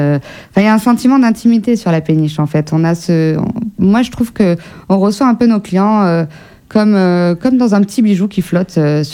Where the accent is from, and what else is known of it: Périgueux, Nouvelle-Aquitaine, France; born or raised there